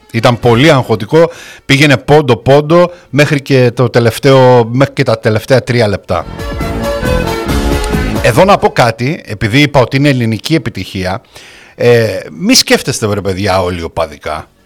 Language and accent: Greek; Crete, Greece; now in Heraklion, Greece